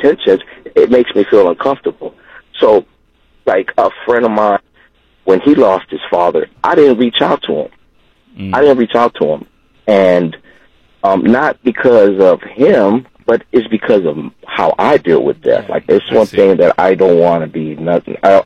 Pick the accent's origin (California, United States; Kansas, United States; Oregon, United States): California, United States; Los Angeles; You know, growing up in South Central, man, like, it's hard, you know.